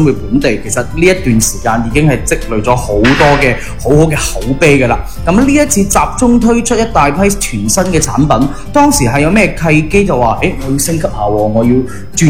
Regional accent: Guangdong, China

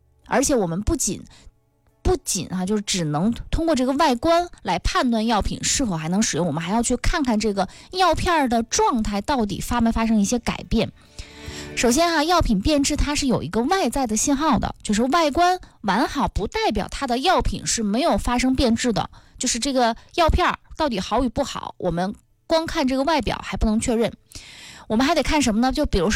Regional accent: Northeast China, China; accent: Northeastern dialect; 用我们东北话说，这药物好像飞了啊

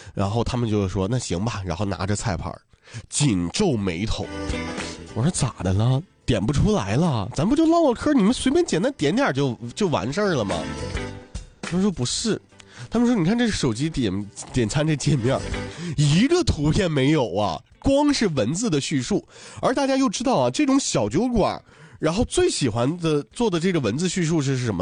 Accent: Northeast China, China; 咱们东北人爱吃锅包肉，

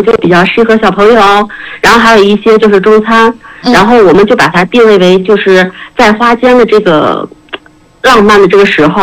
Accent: Hebei, China; now in Xinjiang, China; 我们河北人

